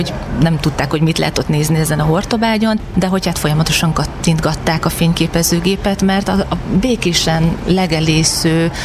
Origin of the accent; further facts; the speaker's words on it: Debrecen, Hajdú-Bihar, Hungary; én 100%-ig belvárosi lány vagyok, tehát egy belvárosi gangos bérházban nőttem fel is, gyakorlatilag éltem világéletemben